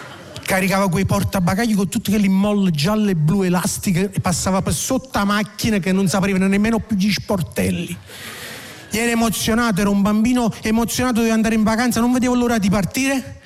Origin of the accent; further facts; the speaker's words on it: Naples, Campania, Italy; Io ricordo quando si faceva un mese di vacanza, da napoletano si andava in Calabria